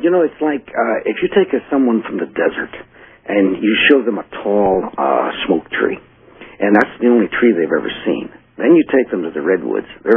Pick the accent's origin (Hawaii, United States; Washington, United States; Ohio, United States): Ohio, United States; Canton; And I'm a dumb kid from Ohio. I was from Canton, a steel town.